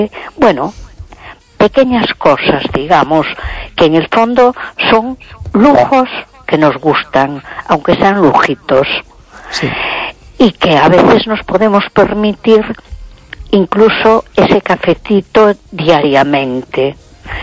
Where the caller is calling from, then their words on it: A Coruña, Galicia, Spain; de Coruña.